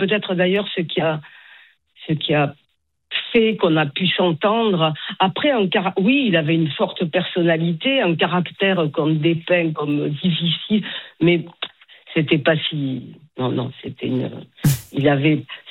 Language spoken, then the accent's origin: French; Toulouse, Occitanie, France; Non, mais alors je suis toulousaine.